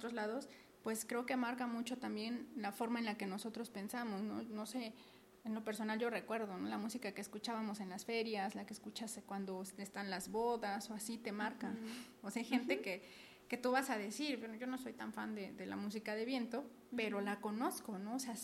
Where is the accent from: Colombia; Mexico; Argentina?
Mexico; Canoa, Puebla; de donde soy, de Canoa